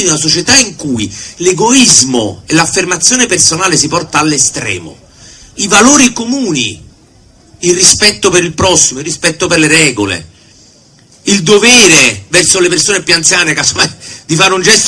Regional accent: Naples, Campania, Italy; mai avrei pensato di partecipare a un dibattito, alla festa della Lega, da napoletano e da meridionale

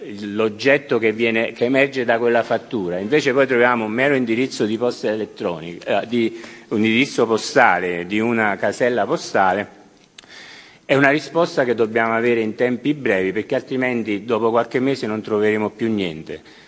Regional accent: Naples, Campania, Italy; io sono napoletano

